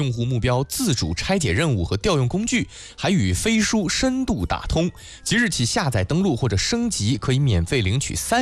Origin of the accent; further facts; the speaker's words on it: Kunming, Yunnan, China; 在我的家乡云南昆明啊